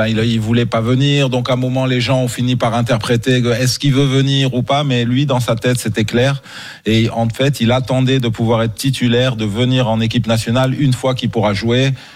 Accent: Morocco; moved away as an adult; je suis né au Maroc, j'ai grandi au Maroc, donc j'ai vraiment appris à jouer au tennis au Maroc. J'ai quitté le Maroc à l'âge de 18 ans

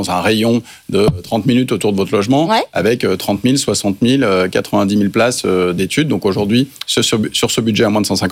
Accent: Caen, Normandy, France; Et Caen, que je connais bien, c'est ma ville natale, ma ville préférée, forcément.

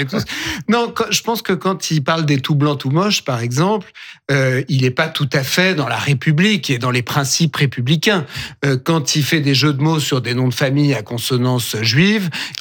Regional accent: France; Je suis un Français patriote.

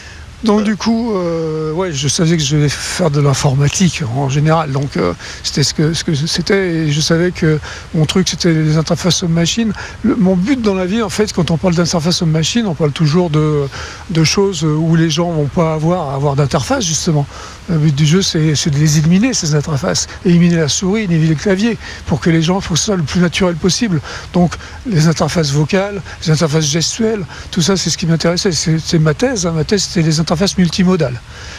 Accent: France; accent: very French; moved away as an adult; also born or lived in Toulouse / Boston; now in Palo Alto, United States; Donc, j'ai gardé un accent très français aujourd'hui, mais bon, ça va mieux. Et donc, j'ai appris à parler anglais.

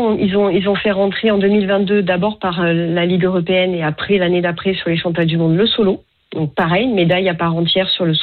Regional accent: France; chez nous, en France

